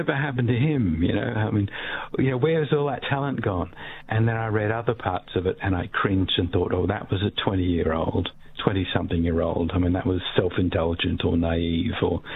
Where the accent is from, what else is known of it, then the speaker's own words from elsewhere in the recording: Australia; Is why are you, as an Australian writer, have you never set a book in Australia?